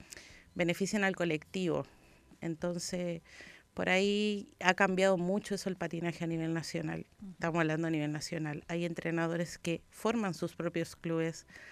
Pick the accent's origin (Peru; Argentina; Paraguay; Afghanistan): Argentina; now in San Joaquín, Chile; Yo siendo argentina